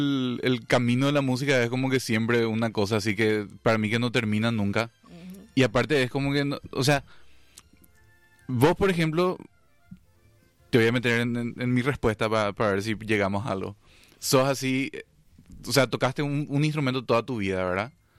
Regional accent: Encarnación, Itapúa, Paraguay; born there; Hija, yo nací en Encarnación, ¿verdad? Hace ya 36 años.

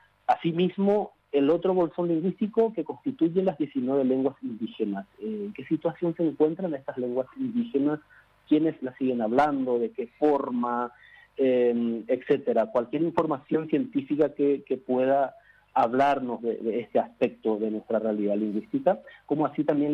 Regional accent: Paraguay; el guaraní y el castellano, nuestro bilingüismo

